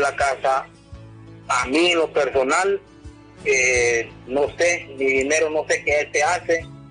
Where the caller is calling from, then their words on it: San Pedro Sula, Cortés, Honduras; de San Pedro Sula.